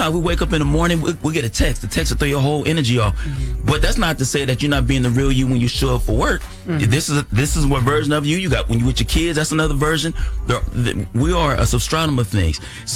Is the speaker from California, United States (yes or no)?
yes; Los Angeles, California, United States; LA. I'm from South Central LA.